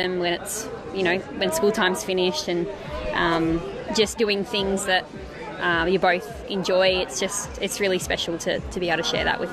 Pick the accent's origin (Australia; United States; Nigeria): Australia; Warrnambool, Victoria; I'm from Warrnambool in Victoria. My sister's up here teaching, and she sort of said to come and visit for a bit.